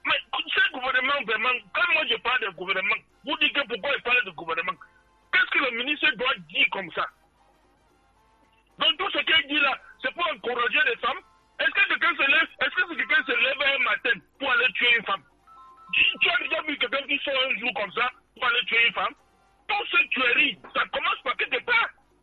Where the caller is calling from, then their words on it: Yaoundé, Centre, Cameroon; Moi, je suis à Nkomkana.